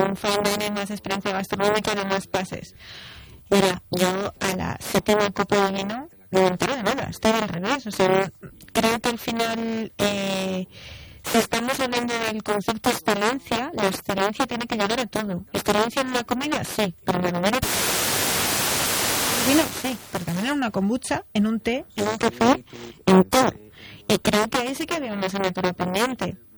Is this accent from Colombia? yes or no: no; Laguna de Duero, Castile and León, Spain; yo soy de Laguna de Duero, un pueblo muy pequeñito dentro de Valladolid, bueno, pequeñito, tenía 20 mil habitantes, pero bueno, un pueblo, Castilla Profunda